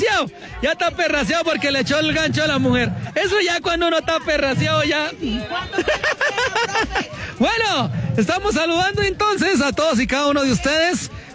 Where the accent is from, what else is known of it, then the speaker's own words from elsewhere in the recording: Boyacá, Colombia; Boyaquito sigo siendo, boyaco de Boyacá, boyaco de mis paisanos, cuna de la libertad. Boyaquito ese soy yo, boyacense somos todos